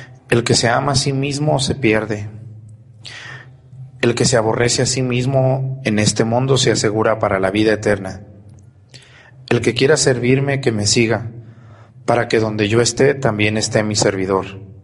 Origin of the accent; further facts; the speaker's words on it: Mexticacán, Jalisco, Mexico; moved away; Un saludo a la secundaria técnica número 23 de mi pueblo de Mesticacán, que está cumpliendo 50 años este año, por cierto.